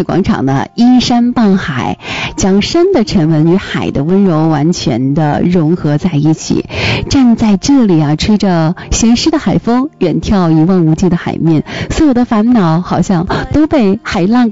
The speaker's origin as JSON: {"language": "Chinese", "region": "Liaoning", "country": "China"}